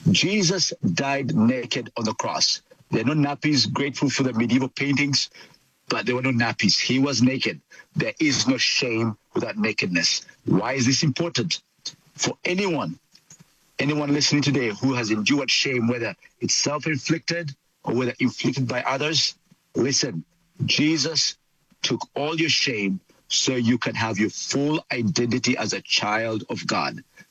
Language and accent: English; Uganda; Men in African and Middle Eastern cultures, I come from Uganda, and we do not run.